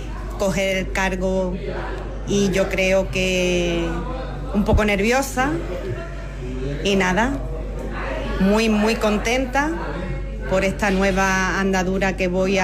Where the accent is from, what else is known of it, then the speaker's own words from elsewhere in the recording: Lepe, Andalusia, Spain; trabajar y trabajar por mi pueblo, que muy orgullosa de ser lepera.